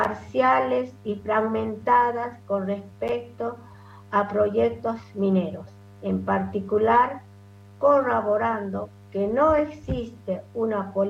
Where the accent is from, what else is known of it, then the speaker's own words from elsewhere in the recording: Jujuy, Argentina; vengo de la cuenca de Pozuelo, Laguna de Pozuelo, donde está totalmente muerta la laguna, y mi pueblo, soy del pueblo Colla.